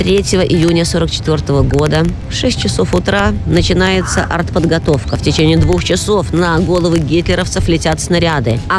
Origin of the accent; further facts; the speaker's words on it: Orsha, Vitebsk Region, Belarus; Как раз воплощение всех тех сил, которые завоевали свободу моей родной Орши.